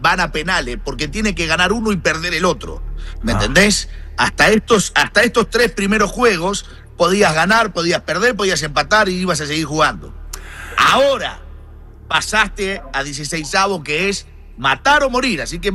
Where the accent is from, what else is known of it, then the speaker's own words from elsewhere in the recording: Argentina; nosotros, como siempre, los argentinos